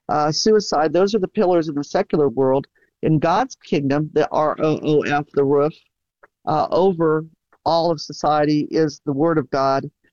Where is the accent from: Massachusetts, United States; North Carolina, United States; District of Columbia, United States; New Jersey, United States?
Massachusetts, United States; born there; I have a hard time saying R-O-O-F because I was born in Massachusetts.